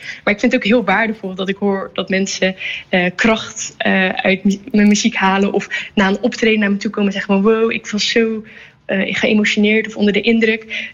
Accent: Zeeland, Netherlands; Ik kom uit Zeeland. Maar ik heb een tijdje in Rotterdam gestudeerd.

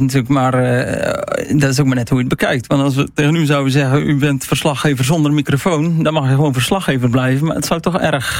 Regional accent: Walcheren, Zeeland, Netherlands; ik kom van Walcheren, dus ik ken de manteling van Walcheren en ik ken de kop van Schouwen.

